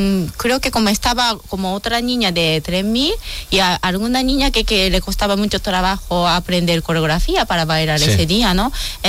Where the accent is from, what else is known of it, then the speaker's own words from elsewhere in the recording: Japan; Spanish is a second language; now in Spain; Y yo digo, no sé, porque soy japonesa.